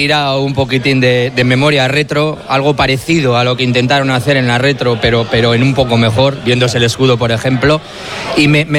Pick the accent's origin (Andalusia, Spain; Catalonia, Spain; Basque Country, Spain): Basque Country, Spain; algo tendrán que ver con los que somos vizcaínos o vascos de Euskal Herria